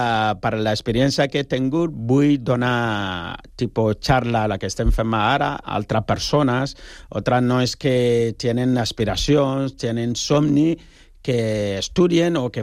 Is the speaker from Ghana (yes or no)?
yes; Ghana; Catalan is a second language; now in Spain; jo sóc de Ghana, tu imagina que jo vinc aquí amb un taparrabo o una aliança, això no és així. Entonces, clar, jo si vinc a Catalunya, com mínim, aprendre la llengua catalana